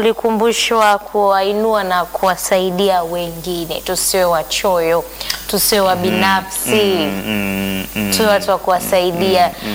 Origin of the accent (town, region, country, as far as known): Kigoma, Tanzania